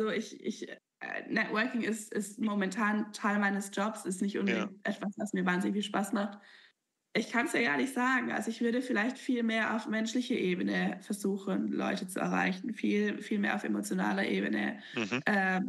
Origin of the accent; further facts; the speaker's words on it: Germany; Als Deutsche sind wir natürlich sehr privilegiert, dass wir sagen können, okay, what's the worst thing that can happen, dass wir es nicht kriegen und dann gehen wir wieder zurück nach Deutschland